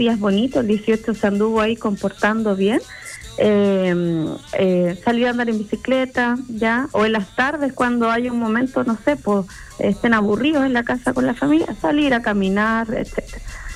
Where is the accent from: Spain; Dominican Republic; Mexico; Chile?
Chile